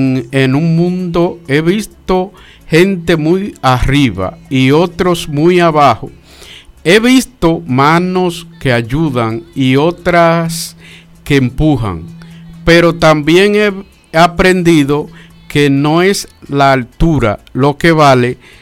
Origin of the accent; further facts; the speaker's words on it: Baitoa, Santiago, Dominican Republic; saludamos deportivo a Mauri Ventura en mi pueblo de Baitoa, Las Aguas